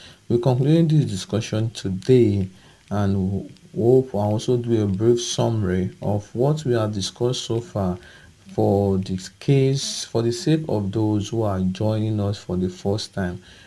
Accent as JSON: {"language": "English", "town": "Okada", "region": "Edo", "country": "Nigeria", "said": "from Okada Town, Edo State, Nigeria, and it's a pleasure to be here once again"}